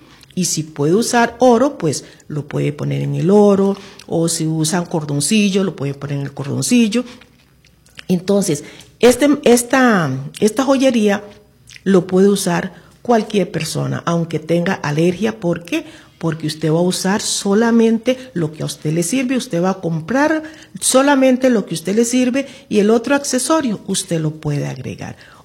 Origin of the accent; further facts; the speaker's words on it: Costa Rica; como ticos que somos.